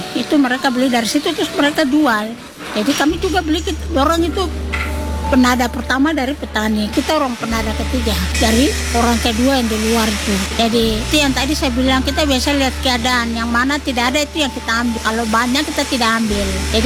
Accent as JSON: {"language": "Indonesian", "region": "Papua", "country": "Indonesia", "said": "Yang penting kita orang Papua yang beli-beli itu sama rugi. Karena kita standar harga di pasar Wamangku ini tidak merata."}